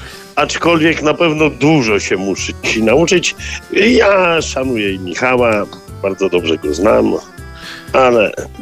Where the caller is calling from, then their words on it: Żuromin, Masovian Voivodeship, Poland; A ja jestem z Żuromina.